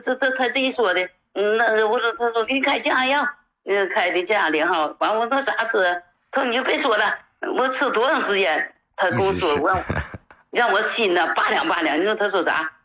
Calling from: Fushun, Liaoning, China; 我是来自辽宁抚顺的。

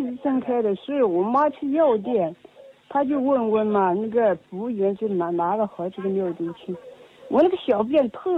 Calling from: Kunming, Yunnan, China; 昆明的。

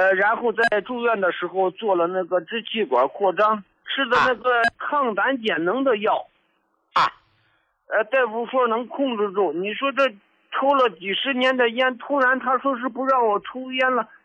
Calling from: Shenyang, Liaoning, China; 我是来自辽宁沈阳的一个患者。

